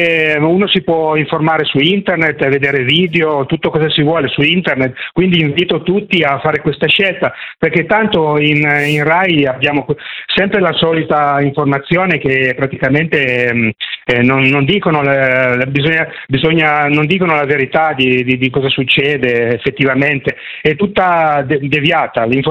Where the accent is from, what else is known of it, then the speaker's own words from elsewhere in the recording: Piedmont, Italy; now in Turin, Italy; io sono originario del Monferrato, vi ascoltavo circa 40 anni fa sulla radio, si sentiva nel Monferrato, e poi adesso a Torino l'ascolto tramite l'app.